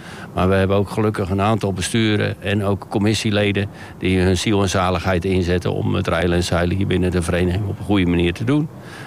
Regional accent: Rijnsburg, South Holland, Netherlands; also born or lived in Kampen / Katwijk; now in Noordwijk, Netherlands; Ik ben in Rijnsburg opgegroeid. Ik ben niet in Rijnsburg geboren, maar wel een echte ui. En dat is omdat ik in Kampen ben geboren.

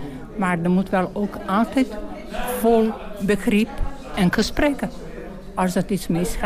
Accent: Bosnia & Herzegovina; Dutch is a second language; now in Lisse, Netherlands; ben ik oorspronkelijk uit Bosnië en Herzegovina, maar woon ik in Nederland en in Lisse 33 jaar.

